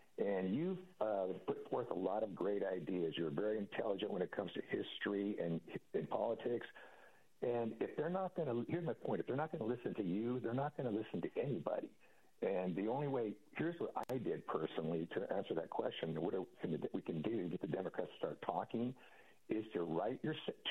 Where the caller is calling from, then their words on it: California, United States; because I'm from California.